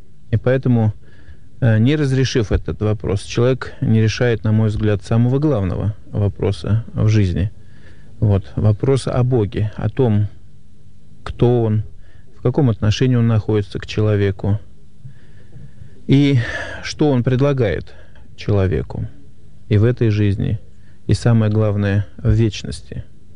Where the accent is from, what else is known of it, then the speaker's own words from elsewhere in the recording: Moscow, Russia; Я москвич, родился в Москве и всю свою почти более чем 40-летнюю жизнь прожил в этом городе.